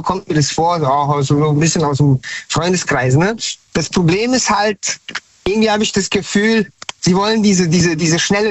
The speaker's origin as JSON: {"language": "German", "town": "Frankfurt", "region": "Hesse", "country": "Germany", "said": "Oh nein, nein, bin ich aus Frankfurt am Main. Ich bin dann nach Hanau gezogen."}